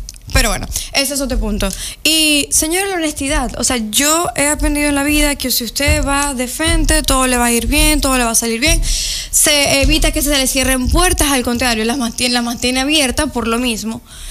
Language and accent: Spanish; Maracaibo, Zulia, Venezuela; Yo vengo de Maracaibo